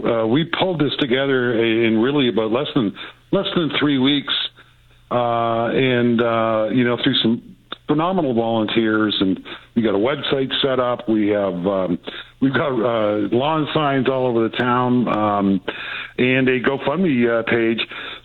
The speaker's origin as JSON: {"language": "English", "region": "Ontario", "country": "Canada", "tie": "born or raised there", "said": "I mean, I grew up in the Niagara Peninsula. We always, you know, I still call it the fruit belt."}